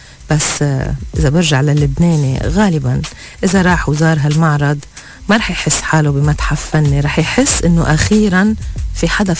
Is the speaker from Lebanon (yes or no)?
yes; Lebanon; نحنا إذا كلبنانية